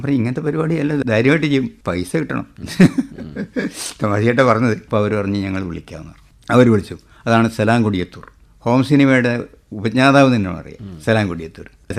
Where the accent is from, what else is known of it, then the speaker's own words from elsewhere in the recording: Kozhikode, Kerala, India; സാറേ ഞാൻ കോഴിക്കോടുകാരനാണ്